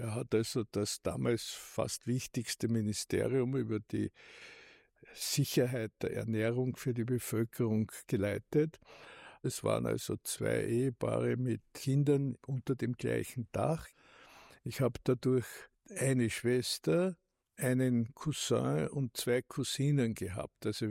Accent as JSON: {"language": "German", "town": "Graz", "region": "Styria", "country": "Austria", "tie": "born there", "also_born_or_lived": "Vienna", "moved": "yes", "said": "Ich bin in Graz geboren und wir haben in Graz gewohnt, zeitlang zusammen mit der Schwester meiner Mutter in der Graz-Technikerstraße Nummer 13."}